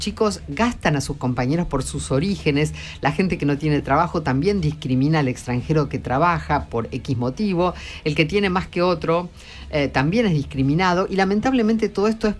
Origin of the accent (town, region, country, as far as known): Saavedra, Buenos Aires Province, Argentina